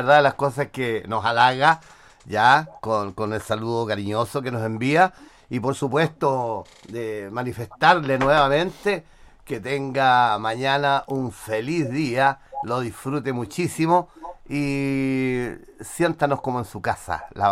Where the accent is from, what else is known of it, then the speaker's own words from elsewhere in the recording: Longaví, Maule, Chile; Somos de Longaví